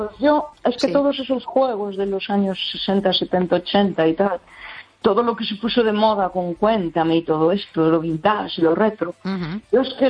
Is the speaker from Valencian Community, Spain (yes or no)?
no; Galicia, Spain